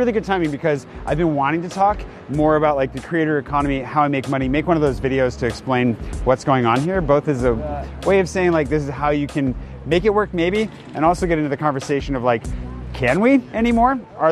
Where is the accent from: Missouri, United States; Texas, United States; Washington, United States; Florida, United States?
Washington, United States; Pullman; born or raised there; now in Paris, France